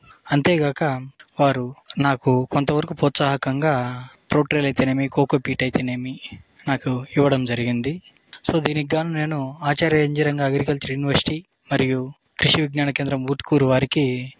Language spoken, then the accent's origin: Telugu; Akkalareddipalle, Andhra Pradesh, India; నమస్కారము … మాది వైఎస్ఆర్ కడప జిల్లా పూర్వమామిళ్ళ మండలం అక్కలరెడ్డిపల్లె గ్రామం.